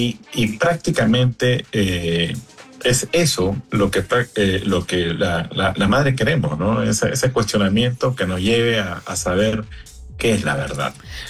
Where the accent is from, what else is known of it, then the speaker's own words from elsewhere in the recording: Peru; moved away as an adult; now in Panama; Soy peruano, pero vivo en Panamá hace 25 años